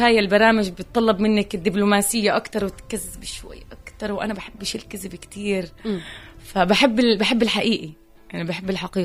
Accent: Palestine; طبعا إلي الشرف كل فخر أنه أنا فلسطينية

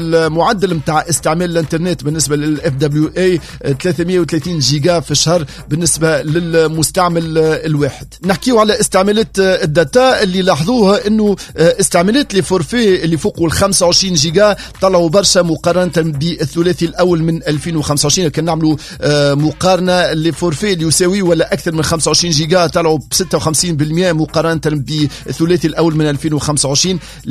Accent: Tunisia; عندنا في تونس

